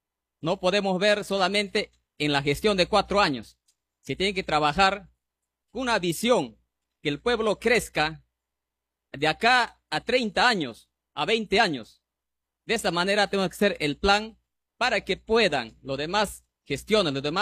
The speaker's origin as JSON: {"language": "Spanish", "town": "Pichanaki", "region": "Junín", "country": "Peru", "said": "Soy pichanaquino. Tengo más de 40 años viviendo en este sector y he visto cómo se ha desarrollado mi pueblo."}